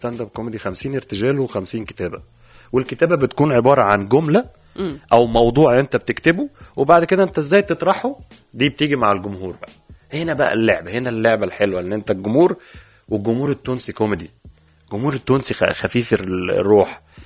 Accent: Egypt; بس هكون انا مصري ومعايا اتنين توانسه.

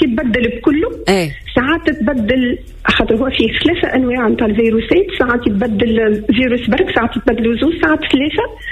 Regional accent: Tunisia; احنا شعب تونسي كما قلت لك البروده يسميها جريب

